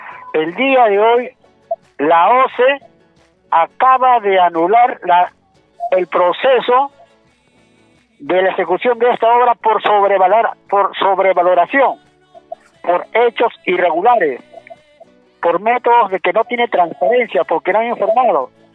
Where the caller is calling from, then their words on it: Chimbote, Ancash, Peru; Estoy llamando de Chimbote